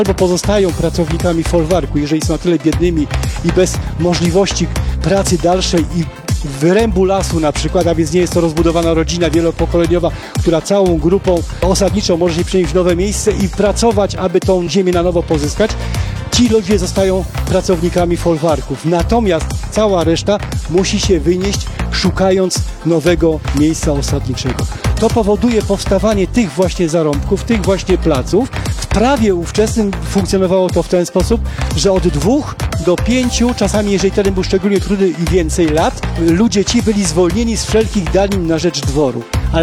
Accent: Zabłocie, Silesian Voivodeship, Poland; u nas na Zabłociu placami, bo tak też do dzisiaj się to nazywa.

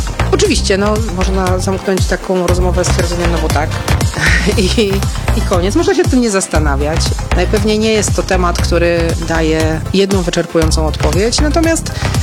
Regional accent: West Pomeranian Voivodeship, Poland; born there; Częściowo stąd, ale urodziłam się na Pomorzu Zachodnim, co jest konsekwencją wyborów moich rodziców

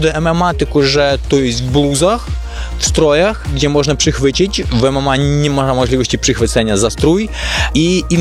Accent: Ukraine; Polish is a second language; now in Kraków, Poland; Jesteśmy z Ukrainy. W Ukrainie to jest dość popularny sport

